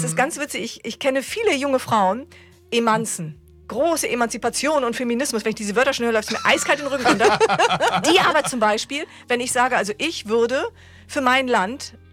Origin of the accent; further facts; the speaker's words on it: eastern Germany, Germany; ich komme ja aus dem Osten, aus den neuen Bundesländern.